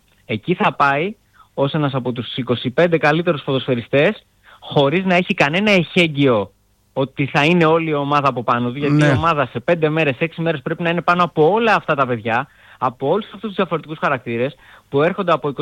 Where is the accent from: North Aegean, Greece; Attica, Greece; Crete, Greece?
Attica, Greece; Athens; εγώ που είμαι από την Αθήνα